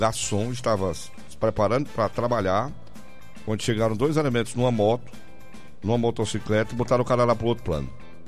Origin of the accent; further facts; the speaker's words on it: Santa Quitéria, Ceará, Brazil; Diferente, a minha terra.